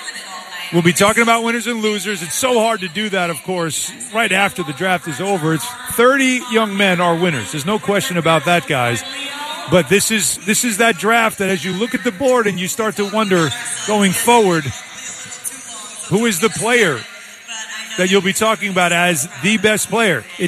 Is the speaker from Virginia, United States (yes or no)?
no; Brooklyn, New York, United States; from Brooklyn, New York.